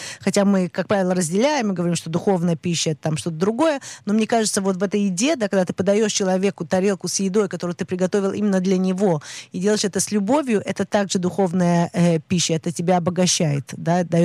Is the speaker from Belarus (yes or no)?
no; Moscow, Russia; Хотя мы приехали из Москвы